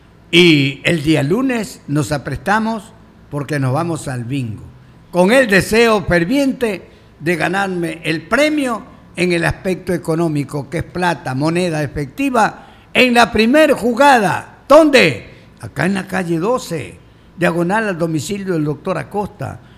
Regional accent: Ecuador; todos conocemos cómo somos los ecuatorianos

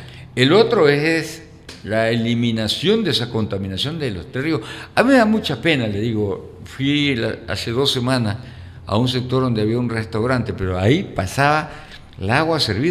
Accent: Calderón, Manabí, Ecuador; yo soy de Calderón

